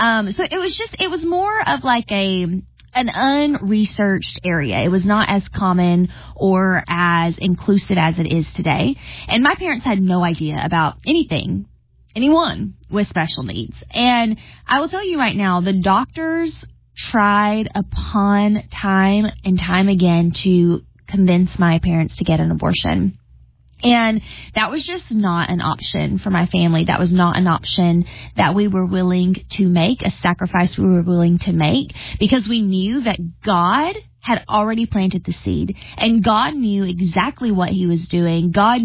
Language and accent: English; the South, United States; You guys know I'm from the South.